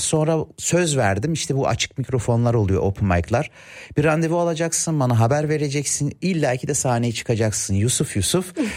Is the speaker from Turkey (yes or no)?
no; Cologne, North Rhine-Westphalia, Germany; 1987 senesinde dünyaya geldim. Doğma büyüme Kölnlüyüm. Babam zamanında işçi olarak Almanya'ya geliyor.